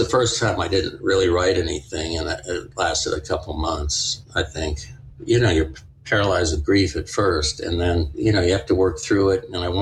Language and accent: English; Florida, United States; for a native Floridian